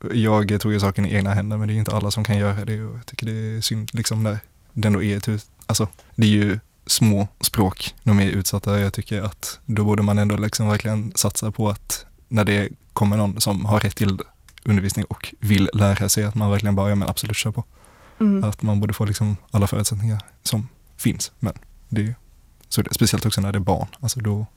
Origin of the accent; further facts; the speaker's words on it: Lund, Skåne, Sweden; jag kommer från Lund